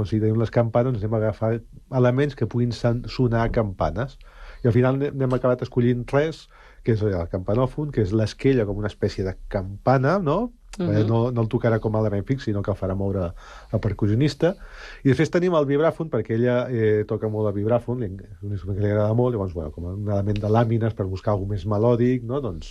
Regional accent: Sant Cugat, Catalonia, Spain; born or raised there

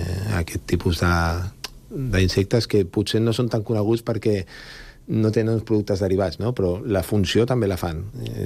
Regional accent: Sant Cugat del Vallès, Catalonia, Spain; Jo sóc fill de la Floresta i de Valldoreix

